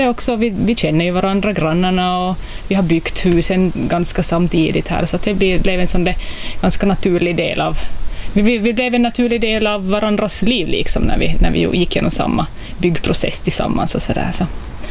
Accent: Vaasa, Ostrobothnia, Finland; moved away as an adult; now in Maxmo, Vörå, Finland; jag är född i Sundom. Så där är jag född och uppvuxen. Så ja, jag var Vasabo om jag nu ska säga så, men eller Sundombo, alltså, därifrån jag kommer. Men i 20 år ungefär har jag bott här i Vörå kommun.

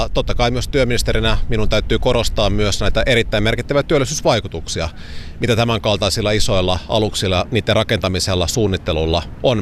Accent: Rauma, Satakunta, Finland; Meillä Raumalla

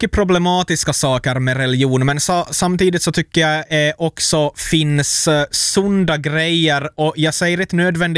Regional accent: Ostrobothnia, Finland; jag är ju född och uppvuxen i Österbotten

